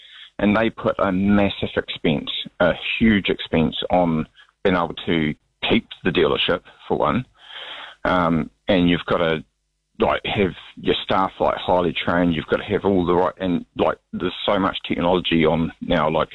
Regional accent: Stewart Island, Southland, New Zealand; I hate that phone number because it's got 1080 in it, and I'm from Stewart Island.

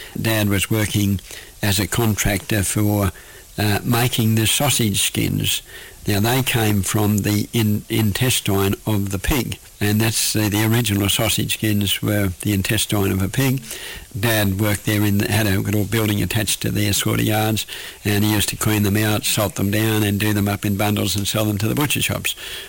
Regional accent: Bellingen, New South Wales, Australia; I was born in Bellingen at a private hospital, Kalani, in William Street, Bellingen. It's now the residence of Dr. Heslop, on the 27th of May 1930.

